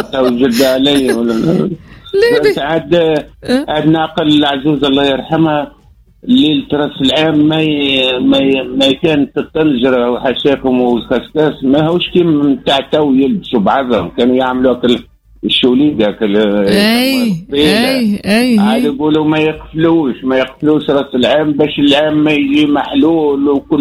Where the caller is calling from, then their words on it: Medenine, Tunisia; من مدنينة.